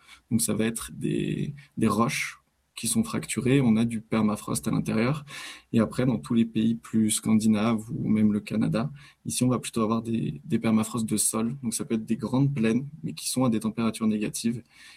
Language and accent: French; Auvergne-Rhône-Alpes, France; born there; ben je suis né en Savoie et je pratique beaucoup la montagne pour mes loisirs personnels